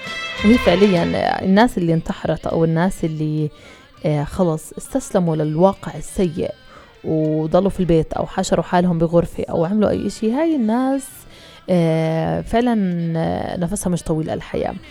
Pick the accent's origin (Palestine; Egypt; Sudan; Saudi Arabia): Palestine; عنا إحنا كشعب فلسطيني